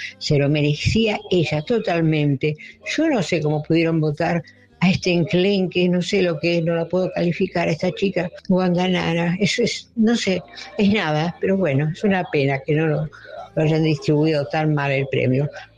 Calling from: Tigre, Buenos Aires Province, Argentina; de Tigre, 918 mi documento.

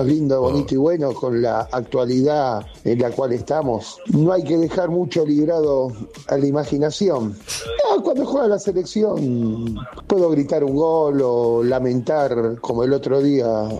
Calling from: Buenos Aires, Argentina; Desde La Boca los saluda

